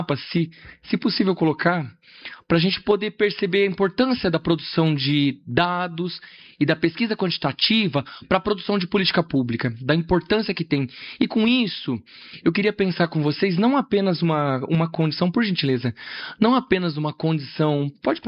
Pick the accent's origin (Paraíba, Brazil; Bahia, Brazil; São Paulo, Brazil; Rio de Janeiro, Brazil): São Paulo, Brazil; eu sou da região leste, eu sou de São Miguel, cresci ali até os meus 24 anos, hoje vivo na região de Santa Ifigênia.